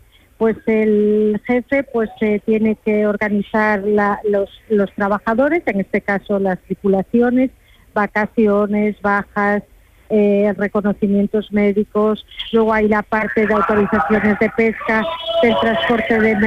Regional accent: Marín, Galicia, Spain; Pero bueno, yo soy de Marín, de Galicia

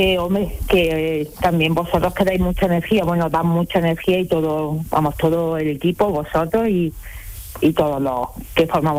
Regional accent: Jaén, Andalusia, Spain; soy de Jaén, me levanto muy temprano porque soy mamá de 2 mellizos también, trabajo en el Ayuntamiento de Jaén.

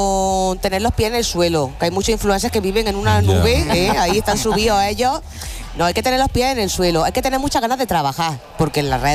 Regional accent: Guadix, Andalusia, Spain; Guadí, que es mi pueblo.

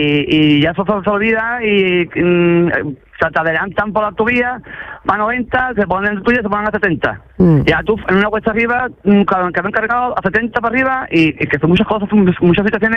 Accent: Jerez de la Frontera, Andalusia, Spain; Yo soy de Jerez, claro. Yo trabajo en Jerez.

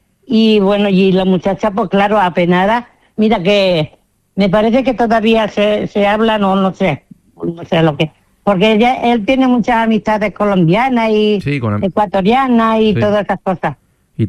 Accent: Seville, Andalusia, Spain; born there; moved away as an adult; now in Alcanar, Spain; Sí, nosotros, yo nací en Sevilla.

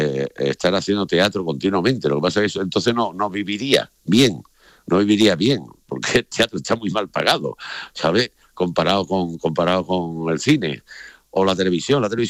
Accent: Andalusia, Spain; accent: Andalusian; ¿cómo te atreves, chico, a hablar en andaluz? Y yo decía, pues porque soy andaluz y estoy en la calle.

